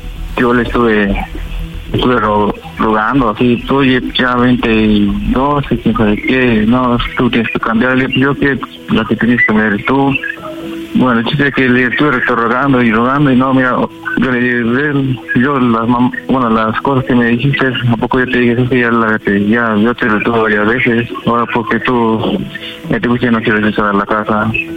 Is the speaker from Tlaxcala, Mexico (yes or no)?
yes; Tlaxcala, Mexico; Tengo 29 años, soy de Tlaxcala, Tlaxcala.